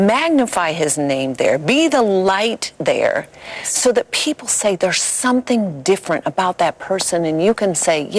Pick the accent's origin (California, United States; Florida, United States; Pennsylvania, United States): Florida, United States; moved away as an adult; also born or lived in New York City; now in Franklin, United States; Well, I was born and raised in Florida. Then I moved to New York City for entertainment and acting.